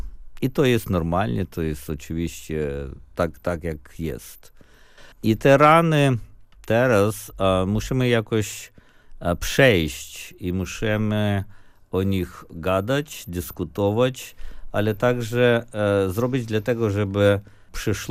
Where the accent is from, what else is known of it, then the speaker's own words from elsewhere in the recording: Ukraine; now in United States; Z jednej strony odczułem te powietrze ojczyzny